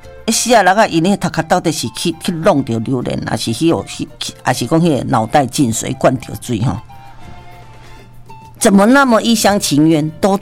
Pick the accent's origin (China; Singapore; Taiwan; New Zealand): Taiwan; 咱身为台湾人，